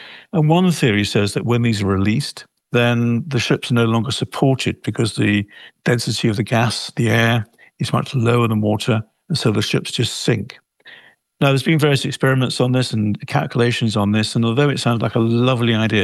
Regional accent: Kenya; from Kenya.

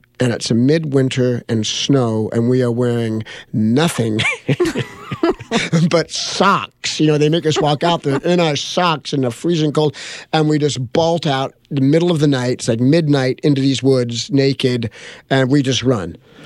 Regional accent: Hollywood, California, United States; But we grew up in Hollywood. We ran around on the streets in Hollywood.

